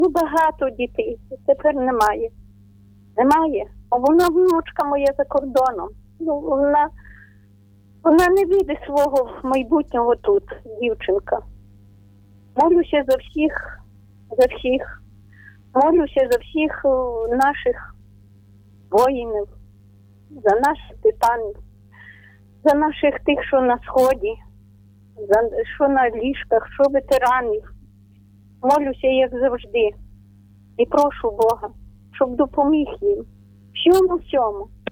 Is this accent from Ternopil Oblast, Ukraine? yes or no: yes; Ternopil Oblast, Ukraine; Доброго вечора. Ми з України. Так, ми з України, як попередньо казала. Ми Україну любимо. Тернопільщина